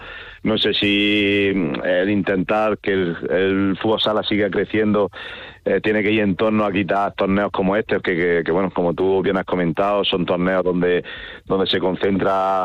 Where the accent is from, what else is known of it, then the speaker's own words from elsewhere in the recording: Jaén, Andalusia, Spain; y yo que soy de Jaén, pues muchísimo más.